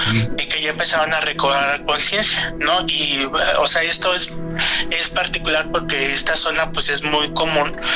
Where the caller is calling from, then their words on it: Mexico City, Mexico; De aquí de la Ciudad de México y de la Gustavo Madero.